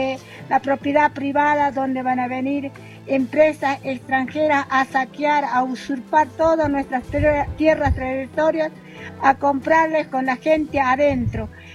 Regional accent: Argentina

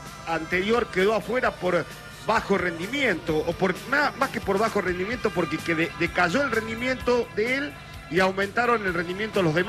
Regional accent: Argentina; Pero bueno, somos argentinos y nos gustan las difíciles, ¿viste?

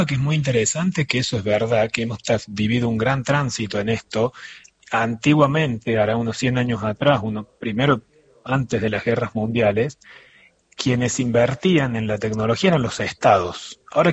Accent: Argentina; Digamos primero como argentino porque es argentino como nosotros.

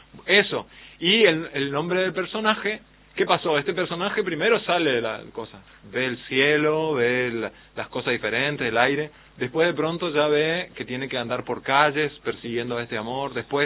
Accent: Resistencia, Chaco, Argentina; de la zona donde yo soy, de Resistencia, y alrededores.

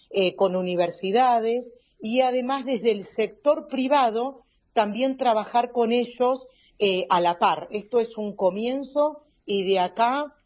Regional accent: Volcán, Jujuy, Argentina; yo soy de la localidad del Volcán. Bueno, tengo mi posada, mi lugar aquí.

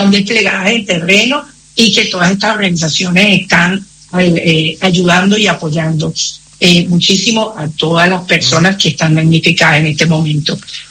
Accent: Venezuela; Es increíble la solidaridad que ha tenido, o sea, mi pueblo, porque yo soy venezolana

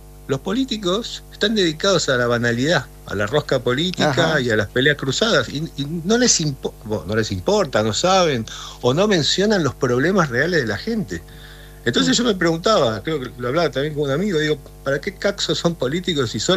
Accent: Argentina

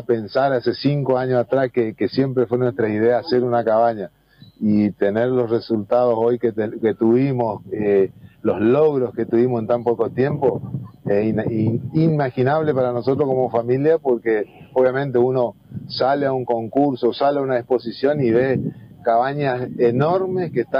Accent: Bella Vista, Corrientes, Argentina; Yo soy de Bellavista y soy miembro de la sociedad rural

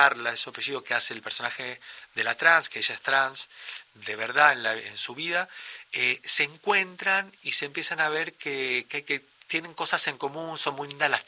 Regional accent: San Juan, Argentina; yo que soy sanjuanino.

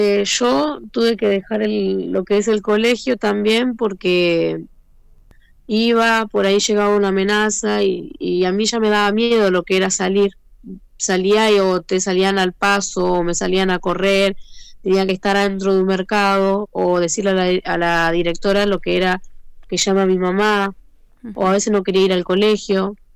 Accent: Río Gallegos, Santa Cruz, Argentina; now in Quilmes, Argentina; Claro, yo hace 2 años me vine acá a lo que es la provincia de Buenos Aires. En Quilmes Oeste estoy yo.

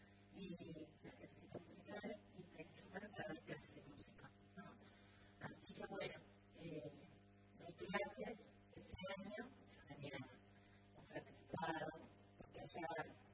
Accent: Saladillo, Buenos Aires Province, Argentina; moved away as an adult; now in La Plata, Argentina; Yo soy de Saladillo, actualmente estoy en la plata.

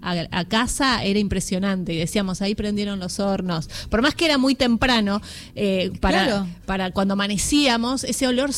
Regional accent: Merlo, Buenos Aires Province, Argentina; en el barrio en donde crecí, en Merlo, zona oeste

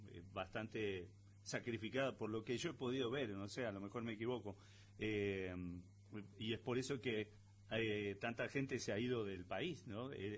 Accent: Argentina; nuestro país es tan grande que por ahí nos falta conocer podríamos decir, más de un 70%, y somos argentinos.

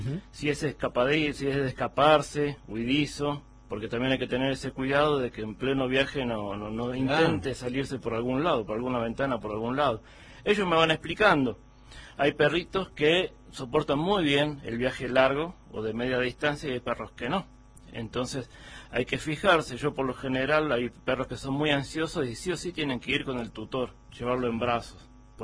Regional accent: Buenos Aires, Argentina; moved away as an adult; now in Jujuy, Argentina; nosotros originalmente venimos de la ciudad de Buenos Aires, de Cava.

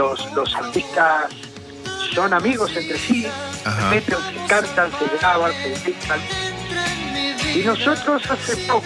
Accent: Buenos Aires, Argentina; also born or lived in Córdoba; Sí, yo nací en Córdoba, pero me vine a Buenos Aires con un año y medio.

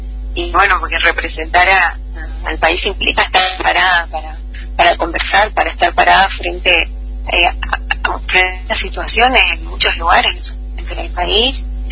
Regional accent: Argentina

